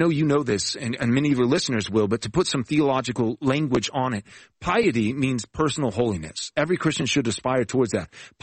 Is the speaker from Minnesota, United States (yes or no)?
no; Texas, United States; And we moved out to Texas, back to my old stomping grounds, growing up, born and raised in Texas, and started a church in my living room